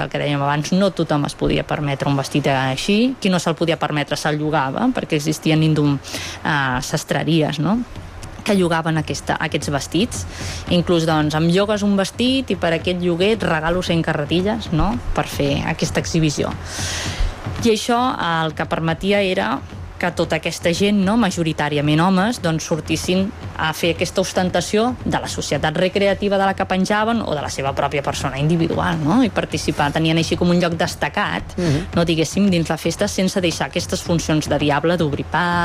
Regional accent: Reus, Catalonia, Spain; Jo sé que sóc de Reus

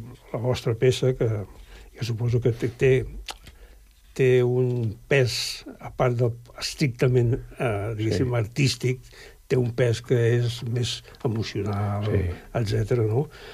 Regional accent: Andorra; born there; Clar, bueno, som nascuts a Andorra, per les circumstàncies també especials.

